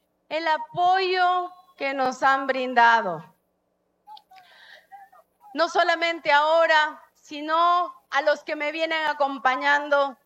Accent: Peru; para demostrarle al mundo lo que somos capaces los peruanos, queridos hermanos.

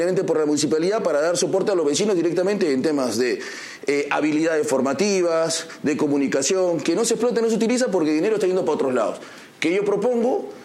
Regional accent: Lima, Peru; born there

